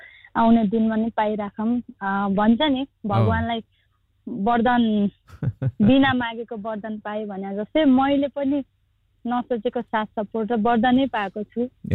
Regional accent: Sundar Bazar, Gandaki Province, Nepal; born there; now in Kathmandu, Nepal; हजुर, मेरो जन्म लमजुङ सुन्दर बजारमा भएको, अनि अहिले पछिल्लो पछि काठमाडौँ बसे, यतै पढ्ने अनि यतै गाउने रमाउने गर्दा गर्दा यो क्षेत्र छोड्नै सकेन कि

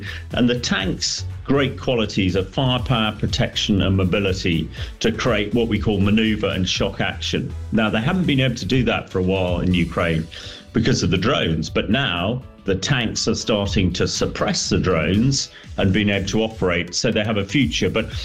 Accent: South West England, United Kingdom; I've been going to the Tank Museum since I was a boy. I grew up in Dorset.

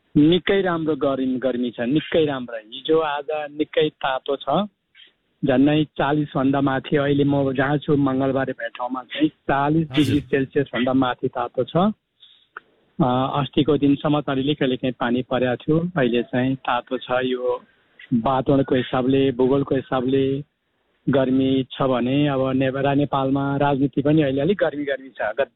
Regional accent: Urlabari, Koshi Province, Nepal; born there; सीमा क्षेत्र, इन्डियाको सीमा क्षेत्र, त्यसैले एकदम सुन्दर छ, राम्रो छ। अब उर्लाबारीतिर, यमजीकोतिर, मेरो गाउँतिर

